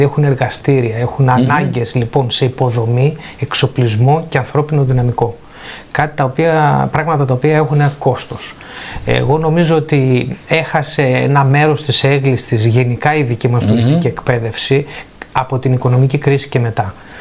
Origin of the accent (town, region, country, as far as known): Greece